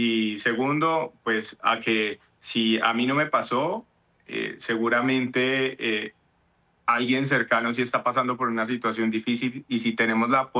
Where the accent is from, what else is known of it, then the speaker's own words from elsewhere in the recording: Cali, Valle del Cauca, Colombia; como caleños nos hemos solidarizado mucho